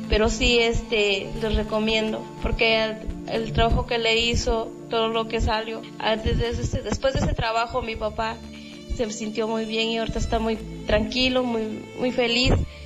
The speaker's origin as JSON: {"language": "Spanish", "town": "Tepanco", "region": "Puebla", "country": "Mexico", "said": "vengo de Tepanco."}